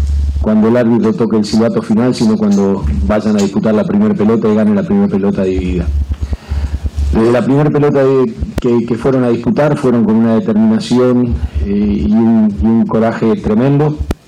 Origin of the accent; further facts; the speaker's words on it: Argentina; now in Paraguay; Le digo, miren, yo voy a decir una cosa como argentino, no como técnico de la selección paraguaya.